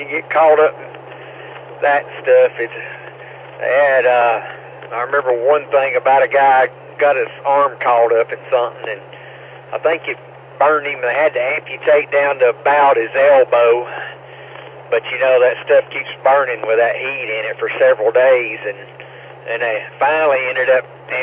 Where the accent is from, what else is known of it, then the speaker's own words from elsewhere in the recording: Cleveland, United States; now in Sheridan, United States; So anyway, I'm born and raised in Cleveland, but right now I'm living in about central, well, about 40 miles south of Little Rock.